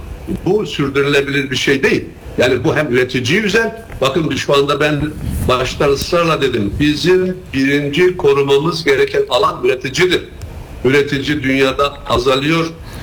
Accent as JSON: {"language": "Turkish", "region": "Kars", "country": "Turkey", "tie": "born or raised there", "said": "ben şu anda Kars'tan sizinle konuşuyorum. Benim memleketim burası."}